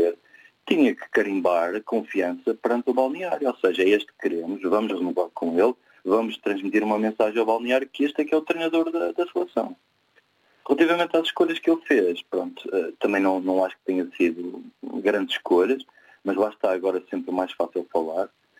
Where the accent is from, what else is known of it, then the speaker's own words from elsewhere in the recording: Madeira, Portugal; born there; now in Porto, Portugal; também nasci na Madeira, embora esteja cá no Porto.